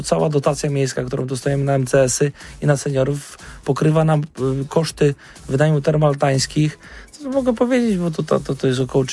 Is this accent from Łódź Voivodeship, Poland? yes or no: no; Gorzów Wielkopolski, Lubusz Voivodeship, Poland; now in Poznań, Poland; bo jestem poznaniakiem, wychowanym w Gorzowie Wielkopolskim, ale jestem rodowitym poznaniakiem.